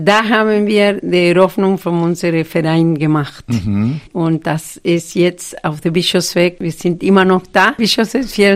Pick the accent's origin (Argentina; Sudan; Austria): Argentina; German is a second language; weil ich komme aus Argentinien, aber wusste ich viele Sachen, zum Beispiel über Mexiko, über Kolumbien, über Brasilien.